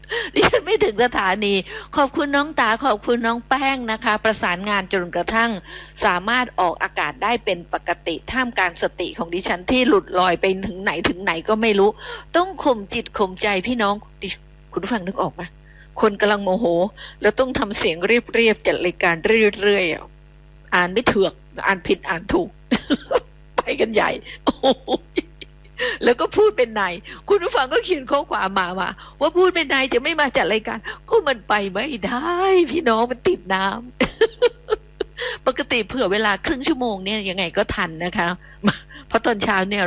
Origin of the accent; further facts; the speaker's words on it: Phuket, Thailand; born there; now in Bangkok, Thailand; แต่จริงอ่ะดิฉันน่ะเกิดจริงดิฉันเกิดถนนดีบุกจังหวัดภูเก็ตเนอแต่ช่วงนี้ดิฉันอยู่กรุงเทพ